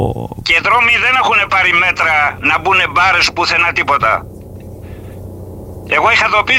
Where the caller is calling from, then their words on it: Agios Leontas, Ionian Islands, Greece; Στην περιοχή μου, στον Άγιο Λέοντα